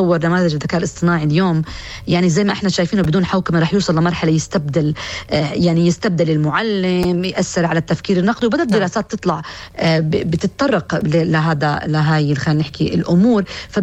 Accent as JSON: {"language": "Arabic", "country": "Palestine", "said": "احنا فلسطينيين"}